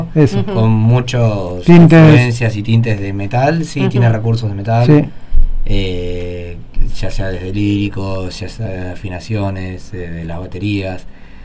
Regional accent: San Miguel, Buenos Aires Province, Argentina; born there; now in General Rodríguez, Argentina; San Miguel.

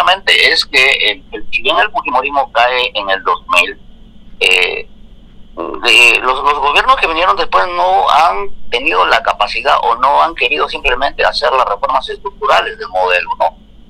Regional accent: Peru; moved away; nosotros, como peruanos en el exterior

